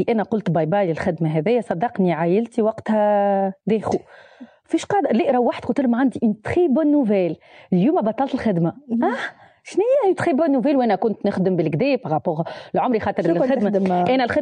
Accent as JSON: {"language": "Arabic", "town": "Sousse", "region": "Sousse Governorate", "country": "Tunisia", "tie": "born or raised there", "also_born_or_lived": "Sbeitla, Kasserine", "moved": "as an adult", "said": "وانا من سوسه على باز معناها انا اصلي الاصيل من سبيتلا من القصرين اما معناها عايشة وقريت وكل شيء في سوسة."}